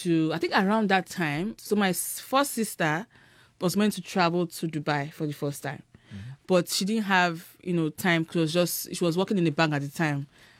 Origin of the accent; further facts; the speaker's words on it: Ibadan, Oyo, Nigeria; Like, I grew up in Ibadan. I wasn't used to that hard life